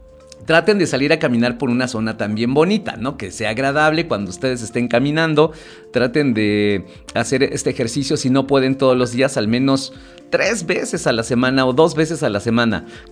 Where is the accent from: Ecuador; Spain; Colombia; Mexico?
Mexico; Nosotros, como buenos mexicanos, que nos encanta hacer sobremesa